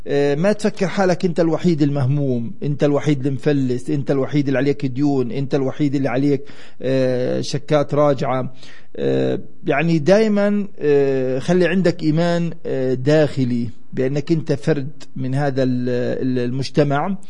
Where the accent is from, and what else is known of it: Palestine